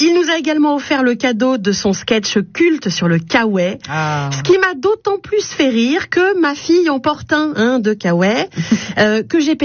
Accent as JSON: {"language": "French", "region": "Hauts-de-France", "country": "France", "said": "en tant que Picarde, je suis cliente de l'humour et de l'univers de Danny Boone."}